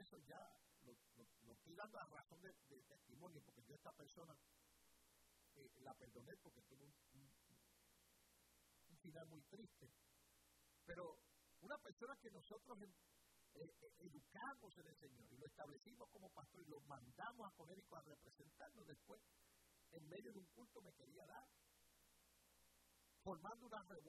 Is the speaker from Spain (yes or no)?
no; Puerto Rico; moved away; also born or lived in United States; Una persona se reía de mi broken English, porque nací en esta nación y soy ciudadano by birthright. Me crié en Puerto Rico.